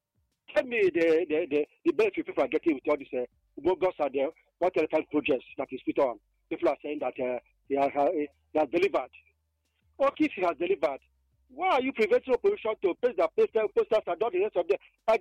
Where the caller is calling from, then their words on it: Obunka, Anambra, Nigeria; And I come from Obunka in Anambra State.